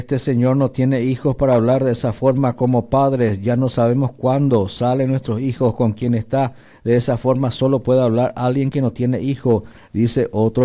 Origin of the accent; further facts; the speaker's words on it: Pedro Juan Caballero, Amambay, Paraguay; Soy de Pedro Juan Caballero al 100%.